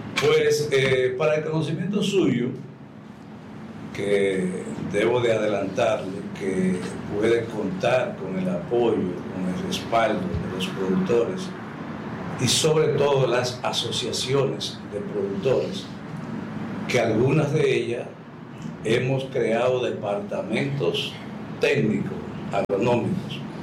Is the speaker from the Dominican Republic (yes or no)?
yes; Santiago Rodríguez, Dominican Republic; en los campos míos, yo soy de ahí, de los Almacenes, de Rodríguez.